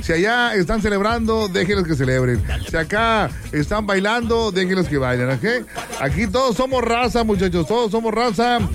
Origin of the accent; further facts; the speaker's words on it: Monterrey, Nuevo León, Mexico; así somos aquí los regios